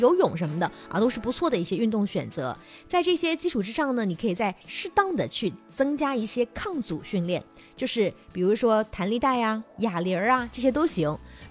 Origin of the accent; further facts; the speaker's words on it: Guangdong, China; 我们广东人有一句话叫做饭前喝汤，美丽健康哈